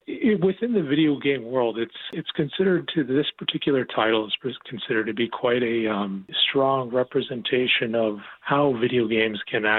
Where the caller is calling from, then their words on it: Mississauga, Ontario, Canada; I'm phoning in from Mississauga.